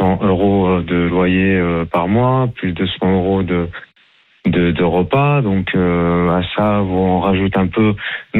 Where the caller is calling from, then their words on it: Auvergne-Rhône-Alpes, France; j'habite en Haute-Savoie, les loyers sont extrêmement chers